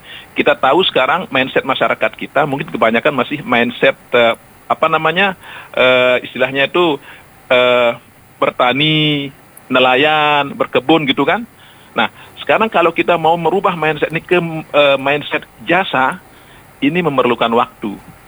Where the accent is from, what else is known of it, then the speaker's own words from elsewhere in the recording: Lombok, West Nusa Tenggara, Indonesia; Kita orang Lombok